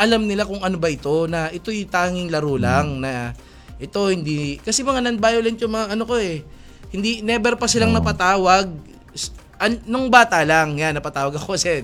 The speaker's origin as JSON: {"language": "Tagalog", "town": "Pasay", "region": "Metro Manila", "country": "Philippines", "said": "may nailigtas yan na minor de edad dun sa Barangay 76 sa amin sa Pasay."}